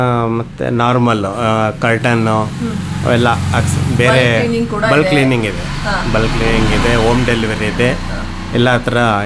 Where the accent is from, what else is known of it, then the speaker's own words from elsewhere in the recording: Shivamogga, Karnataka, India; ನಾನು ಶಿವಮೊಗ್ಗದಲ್ಲಿ ಬೇಸಿಕಲಿ ಶಿವಮೊಗ್ಗದಲ್ಲಿ ನಾನು ಪ್ರೈವೇಟ್ ಇನ್ಸ್ಟಿಟ್ಯೂಷನಲ್ಲಿ ವರ್ಕ್ ಮಾಡ್ತಾ ಇದ್ದೆ 15 ಇಯರ್ಸಿಂದ.